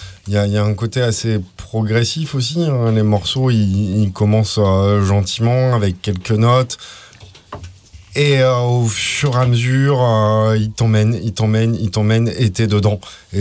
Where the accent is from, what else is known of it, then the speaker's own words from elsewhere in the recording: Paris, Île-de-France, France; je viens de Paris, je vais quand même parler des compatriotes de Bordeaux, quoi.